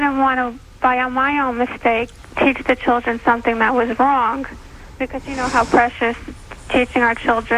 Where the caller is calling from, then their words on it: New Jersey, United States; I'm from New Jersey.